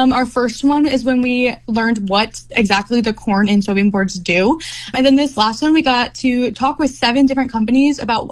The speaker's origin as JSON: {"language": "English", "town": "Weeping Water", "region": "Nebraska", "country": "United States", "said": "I'm from Weeping Water, Nebraska. I've been involved in agriculture my whole life."}